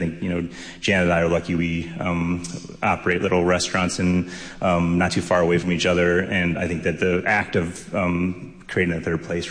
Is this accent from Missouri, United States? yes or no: yes; St. Louis, Missouri, United States; born or raised there